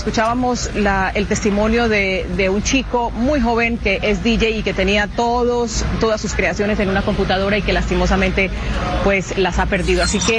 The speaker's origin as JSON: {"language": "Spanish", "region": "Chocó", "country": "Colombia", "moved": "yes", "said": "algunos años yo no visitaba mi tierra"}